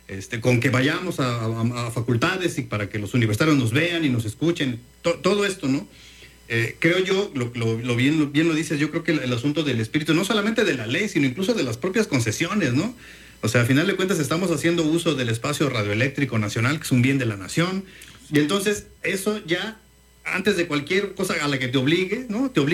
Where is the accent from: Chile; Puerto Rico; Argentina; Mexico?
Mexico; en estos escenarios de emergencia que hemos transitado como mexicanos